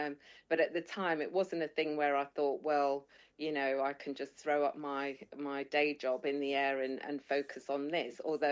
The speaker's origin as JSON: {"language": "English", "town": "Leicester", "region": "East Midlands", "country": "United Kingdom", "tie": "born or raised there", "moved": "as an adult", "said": "I was born and raised in Leicester. So I come from the Midlands, actually. And I came to university in London when I was about 18, all those years ago."}